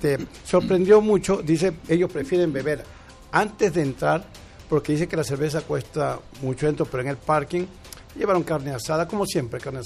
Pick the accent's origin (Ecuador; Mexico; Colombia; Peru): Peru; yo soy peruano.